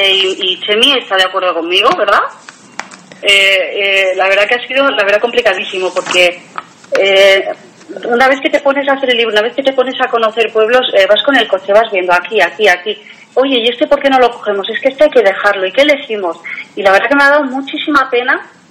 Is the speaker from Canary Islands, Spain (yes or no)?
no; Catalonia, Spain; now in San Sebastián, Spain; Vengo de Cataluña, pero desde luego que adoro Donosti.